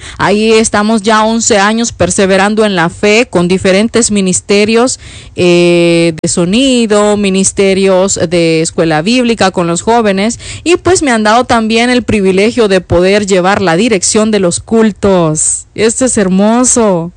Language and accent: Spanish; El Salvador; Yo soy de El Salvador.